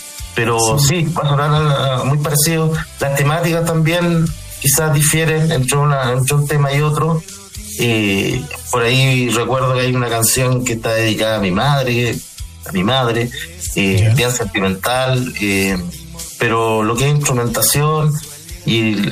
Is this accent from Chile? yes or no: yes; Copiapó, Atacama, Chile; now in La Serena, Chile; Yo soy de provincia, soy de La Serena, soy copiapino, pero viviendo en La Serena.